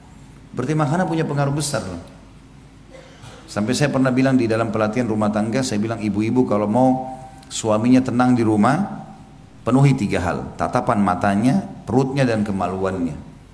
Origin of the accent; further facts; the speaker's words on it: Indonesia; Kita ini orang Melayu, orang Indonesia.